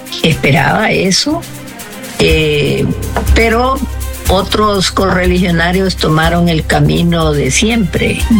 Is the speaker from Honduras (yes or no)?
yes; Honduras